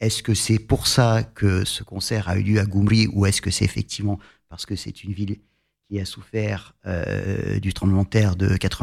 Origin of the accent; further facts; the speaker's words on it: France; parce qu'on est français